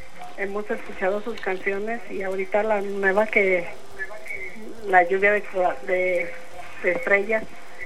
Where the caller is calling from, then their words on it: Mexico; De aquí, de la colonia Emiliano Zapata.